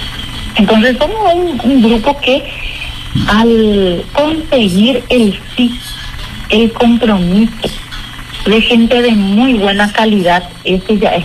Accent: Paraguay; como personas, como ciudadanos, y como paraguayo.

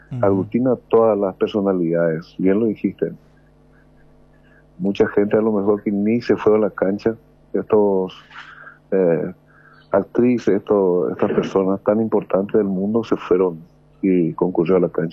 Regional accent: Paraguay; nos satisface eso como paraguayo.

